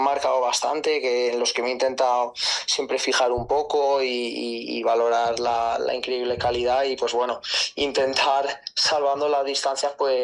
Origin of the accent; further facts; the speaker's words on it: Puçol, Valencian Community, Spain; Yo soy de Puzol y correcto, empecé mi andadura en el fútbol en el Planter